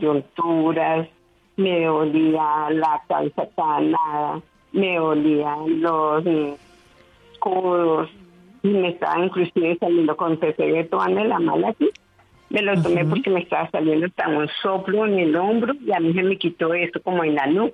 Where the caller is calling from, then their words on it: Ibagué, Tolima, Colombia; De aquí, Ibagué, Palermo, Buenaventura